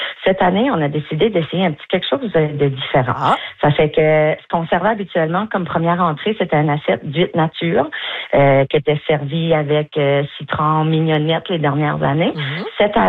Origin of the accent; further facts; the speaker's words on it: Maisonnette, New Brunswick, Canada; born there; Définitivement, c'est ma région, Maisonnette. Je suis née à Maisonnette. J'ai Maisonnette dans le cœur.